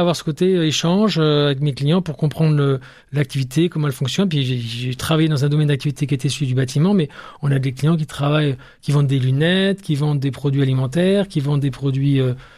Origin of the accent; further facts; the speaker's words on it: France; accent: French; Tout mon French accent qui déforme tout.